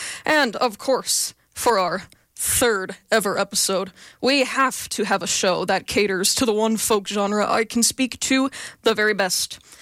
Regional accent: Calgary, Alberta, Canada; also born or lived in Newfoundland; That is the music of our nation's latest and greatest province of Newfoundland. I was born there, but I grew up in Calgary

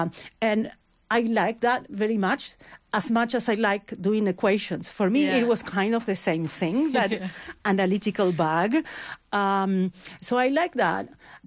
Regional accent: Buenos Aires, Argentina; moved away as an adult; also born or lived in United States; now in Toronto, Canada; So I'm from Buenos Aires, Argentina, and I studied there and undergraduate. And then I did some master studies in Patagonia in the south of Argentina in a university there.

